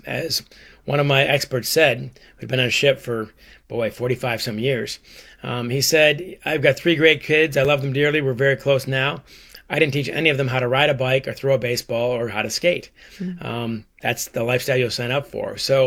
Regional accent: Ann Arbor, Michigan, United States; I grew up in Michigan, in Ann Arbor, I'm sure your favorite city, in Columbus. But I mean, like you guys, I grew up on the Great Lakes. I've been in all the Great Lakes.

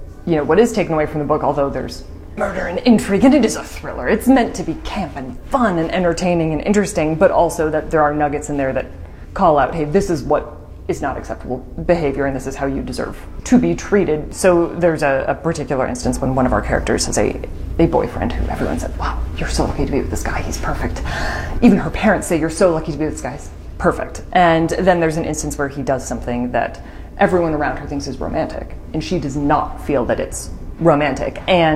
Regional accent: Hudson, Ohio, United States; I had a really wonderful, lovely experience growing up in Hudson

